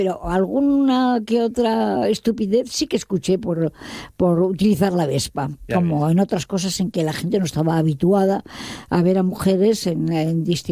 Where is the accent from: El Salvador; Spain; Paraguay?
Spain; Asturias; also born or lived in San Sebastián; Pero claro, yo nací casualmente en San Sebastián, al mes estaba en Asturias